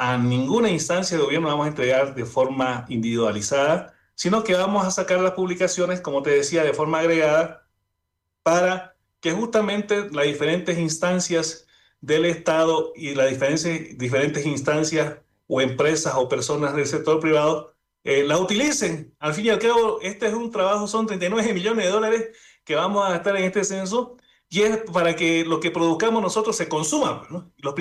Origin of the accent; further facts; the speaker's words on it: Bolivia; nosotros como individuos, como bolivianos, como ciudadanos vivientes en el Estado, en nuestro territorio